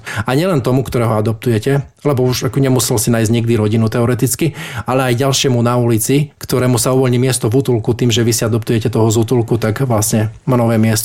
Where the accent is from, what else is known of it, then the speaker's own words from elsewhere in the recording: eastern Slovakia, Slovakia; u nás na východe